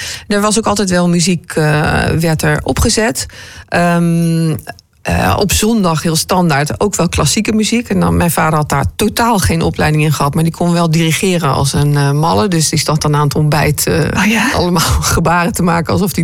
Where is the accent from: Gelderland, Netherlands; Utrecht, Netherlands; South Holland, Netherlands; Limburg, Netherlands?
Gelderland, Netherlands; Arnhem; born there; Maar ik ben in Arnhem geboren en daarna kwam er nog een broertje... die in Arnhem is geboren ook.